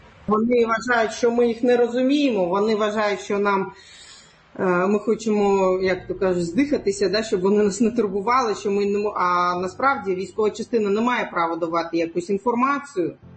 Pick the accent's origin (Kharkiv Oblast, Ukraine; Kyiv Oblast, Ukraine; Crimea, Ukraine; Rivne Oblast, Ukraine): Crimea, Ukraine; moved away; мій дім – це Крим